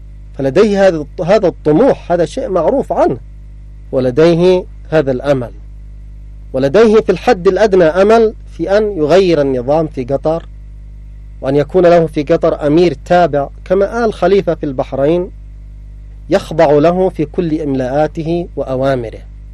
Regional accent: Yemen; عندنا في اليمن

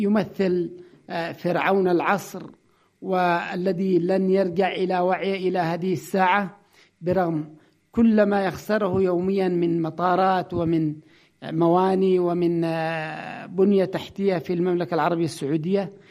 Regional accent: Ibb, Yemen; فنحن أبناء اليمن نقول للسيد القائد من هنا من محافظة إب بأننا درعك الحصين

